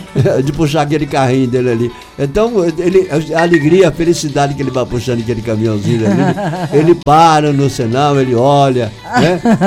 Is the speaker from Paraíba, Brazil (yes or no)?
no; Minas Gerais, Brazil; Eu sou mineiro.